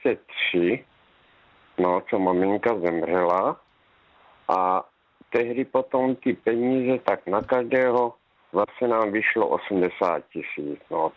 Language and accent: Czech; Zlín Region, Czechia; born there; now in Topolná, Czech Republic; tady v Topolné, ale pocházím z Luku.